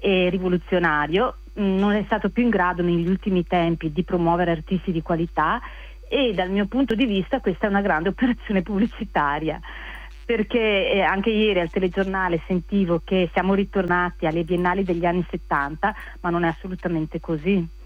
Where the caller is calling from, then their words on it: Valdagno, Veneto, Italy; Chiamo da Valdagno, in provincia di Vicenza. Insegno storia dell'arte in un liceo qui del territorio.